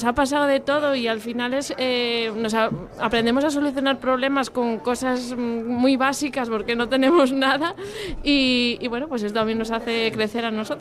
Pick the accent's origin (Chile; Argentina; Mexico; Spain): Spain; Gijón, Asturias; yo soy de Navelgas, bueno, familia era de Navelgas, yo soy de Gijón